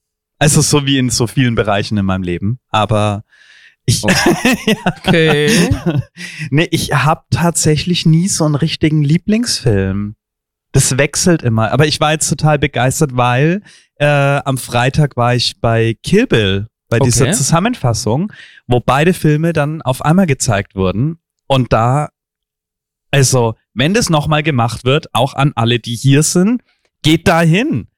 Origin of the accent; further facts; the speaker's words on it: Fürth, Bavaria, Germany; Ja, gebürtig aus Fürth.